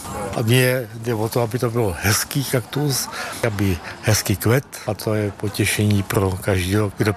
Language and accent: Czech; Jičín, Hradec Králové Region, Czechia; Jsem z Jičína.